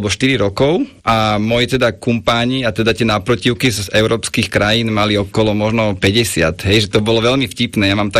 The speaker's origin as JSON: {"language": "Slovak", "town": "Bratislava", "region": "Bratislava Region", "country": "Slovakia", "tie": "born or raised there", "said": "Dobrý deň … pochádzam z Bratislavy. Konkrétne teda z Lamača, kde som aj vyrastal, pri futbalovom ihrisku"}